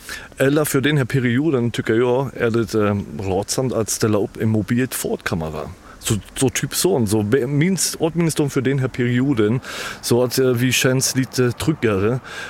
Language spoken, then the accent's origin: Swedish; Berlin, Germany; Swedish is a second language; now in Hjorted, Sweden; jag kommer från Tyskland, från Berlin